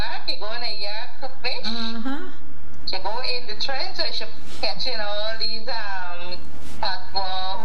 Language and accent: English; Charity, Pomeroon-Supenaam, Guyana; moved away; I grew up in Charity, Cameroon.